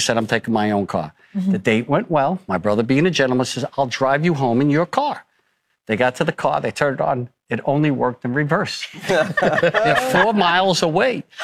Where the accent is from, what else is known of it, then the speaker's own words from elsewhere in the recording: New York City, New York, United States; We're all from Staten Island.